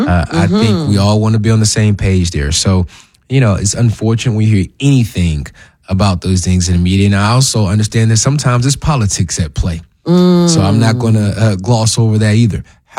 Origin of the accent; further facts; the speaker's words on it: Memphis, Tennessee, United States; born there; Look, I was born in Memphis.